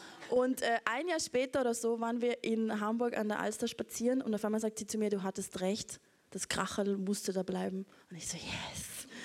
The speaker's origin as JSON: {"language": "German", "country": "Austria", "said": "Wir haben da ein bisschen einen Kulturclash, weil sie ist norddeutsch, ich bin aus Österreich."}